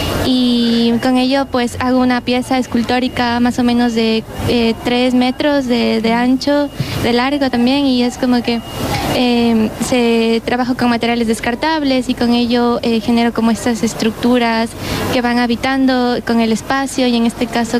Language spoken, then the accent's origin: Spanish; Quito, Pichincha, Ecuador; soy de Quito, Ecuador